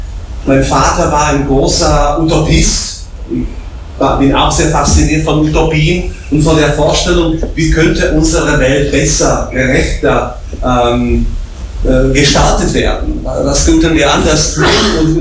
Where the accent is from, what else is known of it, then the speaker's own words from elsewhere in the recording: Bratislava, Bratislava Region, Slovakia; first language Slovak; German is a second language; ich komme aus Bratislava, aus der Slowakei.